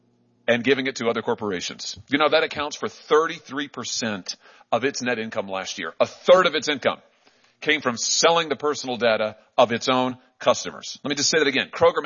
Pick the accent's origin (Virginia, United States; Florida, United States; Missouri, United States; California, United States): Missouri, United States; What if I told you that Lyft has charged 55 separate riders in my home state of Missouri 29 different prices for the same exact route at the same exact time